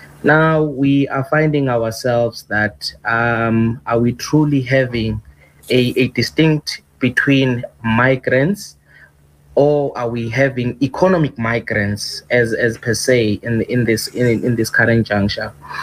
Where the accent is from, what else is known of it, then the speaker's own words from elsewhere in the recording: South Africa; as a South African and as a citizen of this country